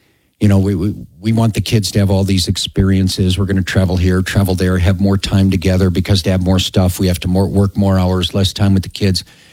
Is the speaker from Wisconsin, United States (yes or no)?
no; Chicago, Illinois, United States; now in Colorado, United States; Thank God every day that I'm here from Chicago. I'm so grateful that I won an Evans Scholarship and they sent me to CU Boulder and I get to live in Colorado.